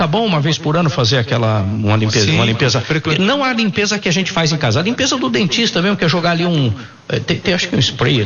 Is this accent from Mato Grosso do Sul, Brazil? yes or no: no; São Sebastião do Paraíso, Minas Gerais, Brazil; born there; Nasci lá em São Sebastião do Paraíso